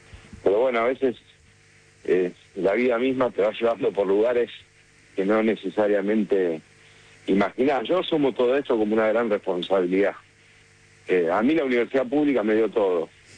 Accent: Argentina

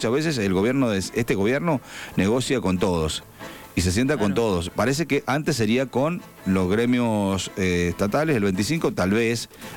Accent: Argentina; Yo soy local, estoy en Argentina, soy argentino.

